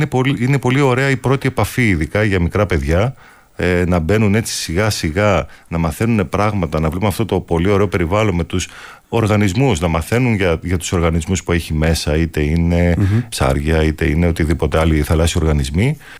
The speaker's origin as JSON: {"language": "Greek", "town": "Rhodes", "region": "South Aegean", "country": "Greece", "tie": "born or raised there", "also_born_or_lived": "Thessaloniki", "said": "Εκεί γεννήθηκα, εκεί μεγάλωσα, ναι. Η μητέρα μου είναι από τη Ρόδο, ο πατέρας μου είναι από τη Βόρεια Ελλάδα."}